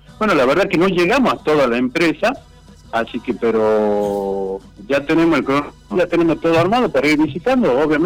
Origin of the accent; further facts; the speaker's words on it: Alderetes, Tucumán, Argentina; yo me crié aquí en Alderete